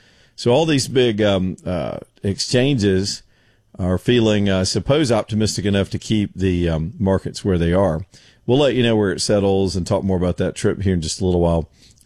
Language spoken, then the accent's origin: English; Georgia, United States; I grew up near the West Point Dam. Over in, really, it's in Georgia, but it's close to the Alabama state line. I sort of grew up on the state line, and so we spent our whole life crisscrossing the dam